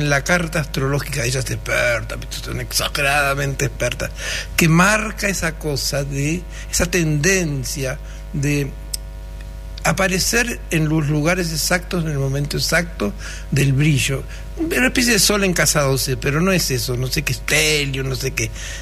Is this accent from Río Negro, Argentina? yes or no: yes; Ingeniero Jacobacci, Río Negro, Argentina; born or raised there; also born or lived in San Antonio Oeste